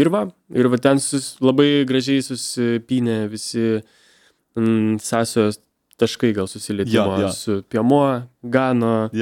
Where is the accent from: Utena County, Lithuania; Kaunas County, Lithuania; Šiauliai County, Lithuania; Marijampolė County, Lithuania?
Utena County, Lithuania; Visaginas